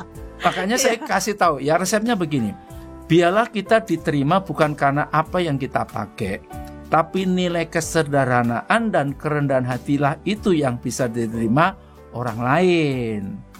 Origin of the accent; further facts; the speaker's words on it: Java, Indonesia; Saya ini orang Jawa